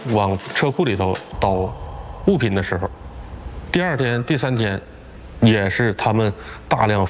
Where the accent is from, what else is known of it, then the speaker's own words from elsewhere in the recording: Suihua, Heilongjiang, China; 我是土生土长的绥化人